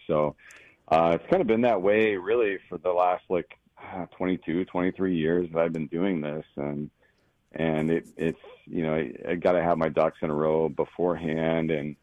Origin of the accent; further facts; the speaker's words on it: Indiana, United States; moved away as an adult; now in Minnesota, United States; So I grew up in Indiana, and I lived there until the late '90s. And I lived on a lake.